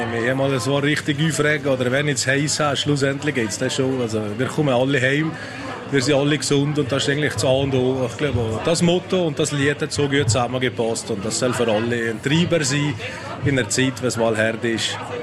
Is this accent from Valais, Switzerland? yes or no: yes; Valais, Switzerland; Das macht uns natürlich mega Spass, vom Wallis von hierher zu kommen